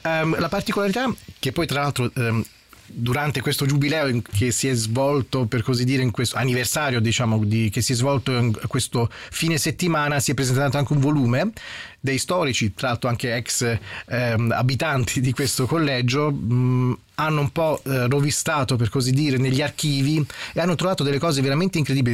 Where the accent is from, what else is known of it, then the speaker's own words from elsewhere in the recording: Switzerland; io da svizzero